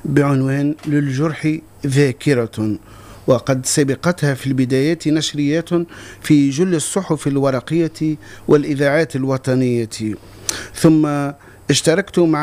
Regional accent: El Kef, Kef Governorate, Tunisia; now in Nebeur, Tunisia; لمن لا يعرفه هو شاعر من مدينة الكاف وقاطن بمدينة نبر

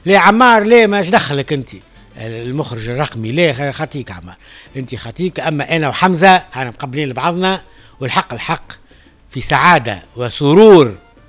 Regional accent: La Goulette, Tunis Governorate, Tunisia; moved away; نروح لبلادي الحلق الواد خير الدين،

